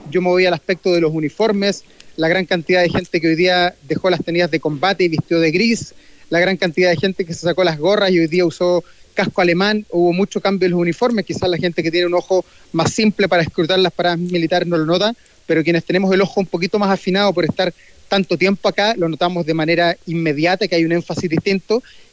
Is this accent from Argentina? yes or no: no; Punta Arenas, Magallanes and Chilean Antarctica, Chile; also born or lived in Valparaíso; now in Santiago, Chile; Yo soy de Punta Arenas, soy un hombre que viene de la Patagonia, de la región más región del mundo, soy un hijo de Punta Arenas